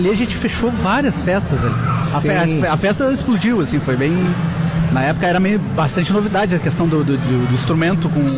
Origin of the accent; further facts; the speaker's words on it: Rio Grande, Rio Grande do Sul, Brazil; sou de Rio Grande aí.